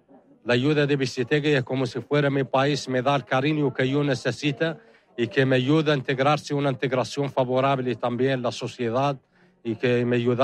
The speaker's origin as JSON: {"language": "Spanish", "country": "Western Sahara", "moved": "yes", "lives_now": "Spain", "said": "yo soy del Sahara y vivo con 2 chicos de Marruecos"}